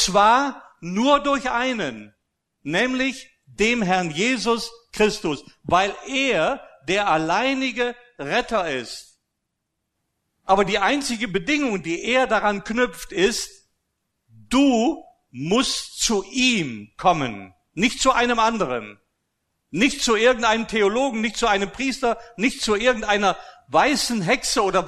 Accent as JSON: {"language": "German", "country": "Austria", "tie": "born or raised there", "said": "ich bin ja in Österreich groß geworden, römisch-katholisch"}